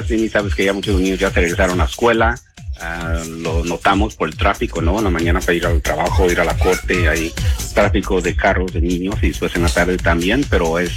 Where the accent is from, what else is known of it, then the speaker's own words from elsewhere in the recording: Guanajuato, Mexico; now in Longview, United States; soy de Paseo Alto Guanajuato, allí cerca de Querétaro y Celaya.